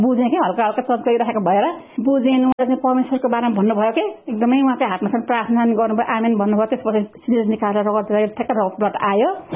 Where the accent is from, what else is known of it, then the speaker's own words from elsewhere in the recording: Solukhumbu, Koshi Province, Nepal; now in Kathmandu, Nepal; अनि मेरो गाउँ चाहिँ सोलुखुम्बु हो, काङ्गेल वडा नम्बर 5 हो, गाविस हो हाम्रो चाहिँ। अनि हाल चाहिँ जन्म चाहिँ उहाँ हो, हाल चाहिँ म काठमाडौँमा बस्छु अनि काठमाडौँ यता बालकोटमा बस्छु